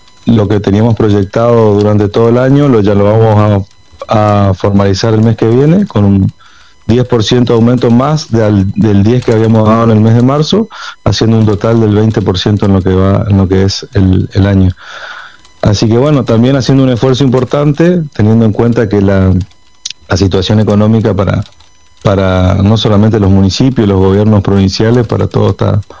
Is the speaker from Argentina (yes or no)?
yes; Argentina; now in Santo Tomé, Argentina; estamos viviendo como todos los argentinos, con mucha alegría